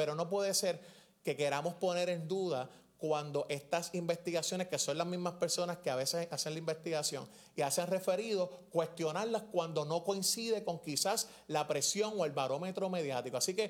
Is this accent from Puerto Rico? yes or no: yes; San Juan, Puerto Rico; tú sabes que yo soy de Santurce